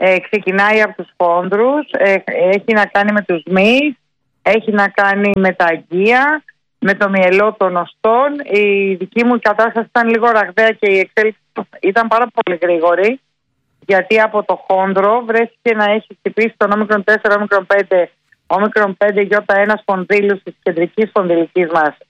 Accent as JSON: {"language": "Greek", "town": "Athens", "region": "Attica", "country": "Greece", "tie": "born there", "said": "Γεννήθηκα στην Αθήνα. Η καταγωγή μου είναι από τη Μάνη. Λακωνική Μάνη, ναι."}